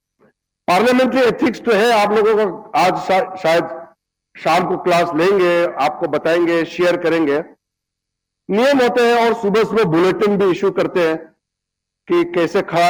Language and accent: Hindi; Northeast India, India; बाद में दिल्ली कैपिटल हो गया तो हम लोग सीधा दिल्ली जाते हैं आजकल, कलकत्ता कम आते हैं, लेकिन हमारा पिताजी लोग का समय में तो कलकत्ता ही सब कुछ था हमारा नॉर्थ ईस्ट का